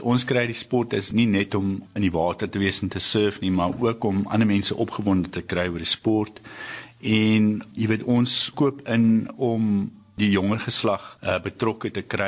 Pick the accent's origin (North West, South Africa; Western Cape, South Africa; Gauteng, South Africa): Western Cape, South Africa; Cape Town; born there; ek is gebore daar in Oranjezig